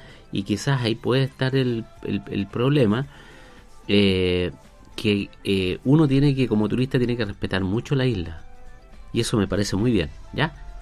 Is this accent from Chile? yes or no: yes; Chile